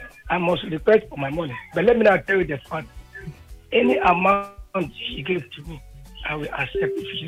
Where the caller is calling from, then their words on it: Olodi, Lagos, Nigeria; I'm calling from Olodi.